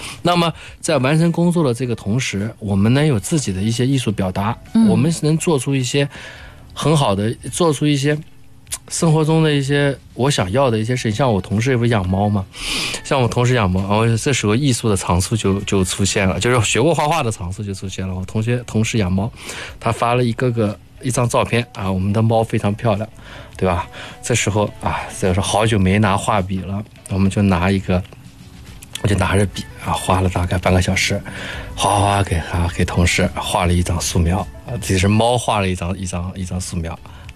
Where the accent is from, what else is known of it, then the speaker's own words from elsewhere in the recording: China; 作为一个中国人